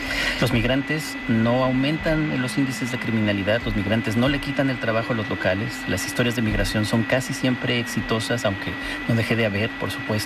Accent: Spain

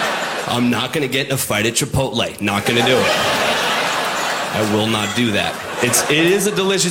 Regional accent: Long Island, New York, United States; I grew up 22 miles from Manhattan.

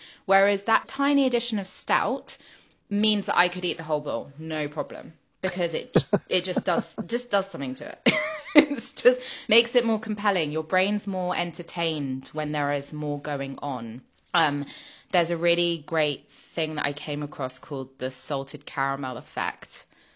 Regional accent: Paris, Île-de-France, France; which is also in the book because I grew up in Paris

